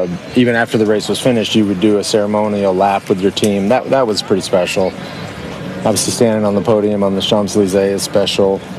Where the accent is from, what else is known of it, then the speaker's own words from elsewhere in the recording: Texas, United States; Well, I grew up in outside of Dallas.